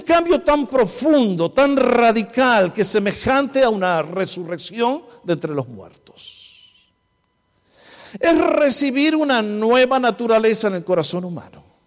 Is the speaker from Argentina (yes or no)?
yes; Argentina; Yo soy pastor argentino, perfecto, como se imagina, pero no tengo el poder de hacer nada de eso por ustedes.